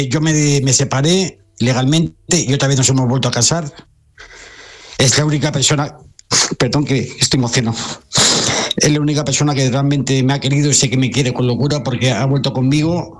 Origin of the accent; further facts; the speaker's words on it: Rincón de la Victoria, Andalusia, Spain; now in Madrid, Spain; Yo soy de Rincón de la Victoria.